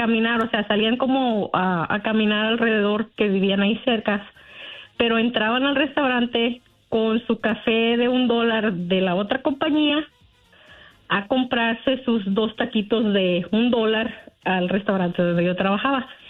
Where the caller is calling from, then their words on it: Manteca, California, United States; De aquí, de la ciudad de Manteca, California.